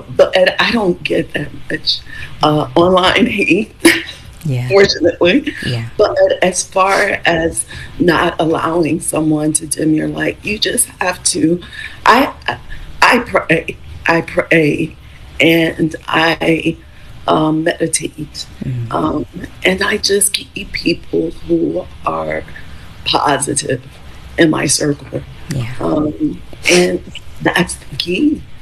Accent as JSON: {"language": "English", "town": "Philadelphia", "region": "Pennsylvania", "country": "United States", "tie": "born or raised there", "said": "So I ended up moving back here to Philly, my hometown. And then I moved to South Jersey and took a position teaching math."}